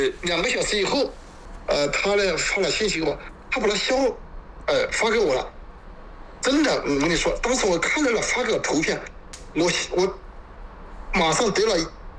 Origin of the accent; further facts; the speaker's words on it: Yuping, Guizhou, China; 我是玉屏的，这只箫呢是我的先祖他们制作的